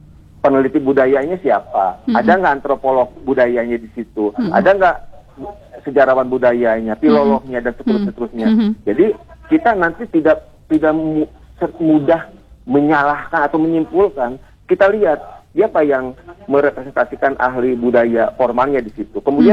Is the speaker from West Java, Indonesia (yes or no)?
yes; Tasikmalaya, West Java, Indonesia; Seringkali saya bawa ke daerah saya acara kan ada hajat lembur di Cepat Tuja di Tasik nih.